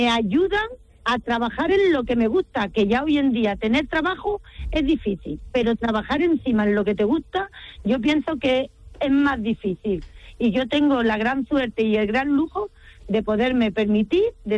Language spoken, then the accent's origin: Spanish; Málaga, Andalusia, Spain; y de mi tierra, que no la puedo olvidar, claro, de mi Málaga natal no la puedo olvidar.